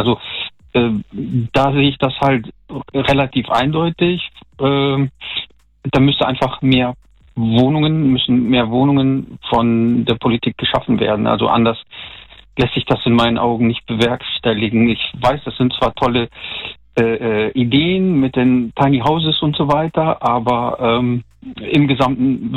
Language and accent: German; Siegburg, North Rhine-Westphalia, Germany; Also ich komme hier aus dem Siegburger Kölner Bereich, Bonn quasi